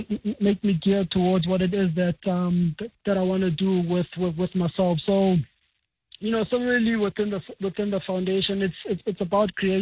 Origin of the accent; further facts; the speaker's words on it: Cape Town, Western Cape, South Africa; as much as I grew up in Langa, I got the opportunity to go to a Cirque, to go to a St. David's later on.